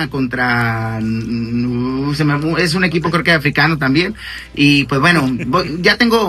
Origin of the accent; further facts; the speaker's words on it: Mexico; Entonces ahora voy a ver otra vez México contra Sudáfrica y en mi país, entonces es algo muy especial.